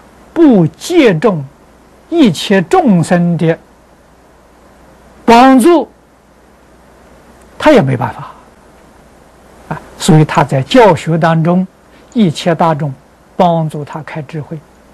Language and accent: Chinese; China; 我们中国人讲虚岁。